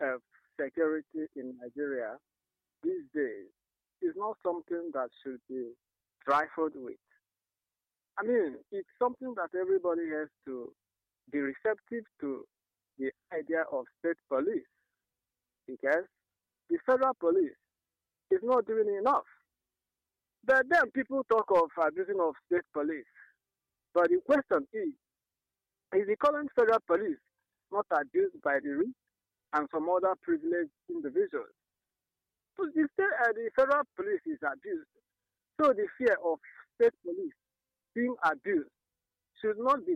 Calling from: Mozambique; I'm waiting from Mozambique.

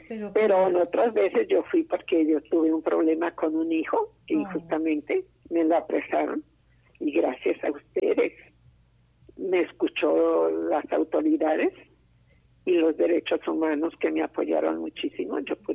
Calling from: Tijuana, Baja California, Mexico; Del fraccionamiento Soledad, que aquí tienes tu casa.

